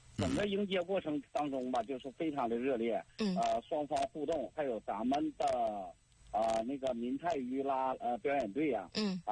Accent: Jilin, China; 但是场下我们都是吉林人，也都是兄弟，也都是东北的一家亲

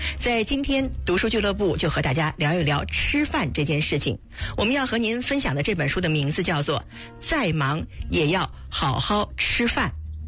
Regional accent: China

